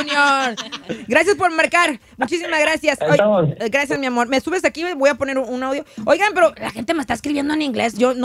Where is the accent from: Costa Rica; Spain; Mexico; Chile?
Mexico; Aquí sí somos mexicanos.